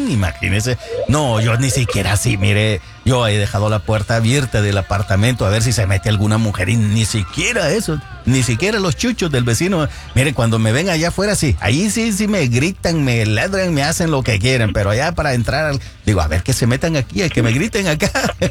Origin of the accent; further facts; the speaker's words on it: Santa Ana, El Salvador; moved away; allá en mi tierra, en Santa Ana